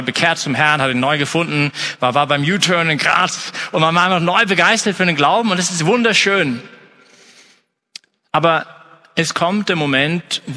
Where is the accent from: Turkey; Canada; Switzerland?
Canada; moved away; ich als Kanadier